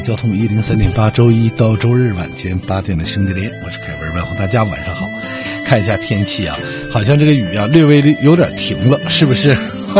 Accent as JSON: {"language": "Chinese", "region": "Jilin", "country": "China", "said": "其实作为我们吉林人来说的话"}